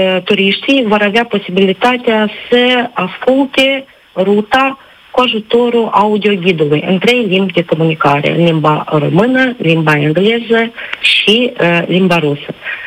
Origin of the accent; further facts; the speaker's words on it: Chișinău, Moldova; În Chișinăul nostru mic, care devine tot mai mare